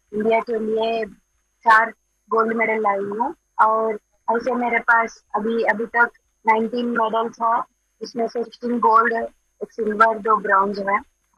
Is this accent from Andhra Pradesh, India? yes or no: yes; Andhra Pradesh, India; Hindi is a second language; मैं आंध्र प्रदेश से हूँ